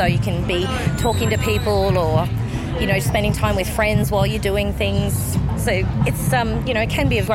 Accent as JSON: {"language": "English", "town": "Alice Springs", "region": "Northern Territory", "country": "Australia", "tie": "born or raised there", "said": "I grew up in gymnastics in Alice Springs"}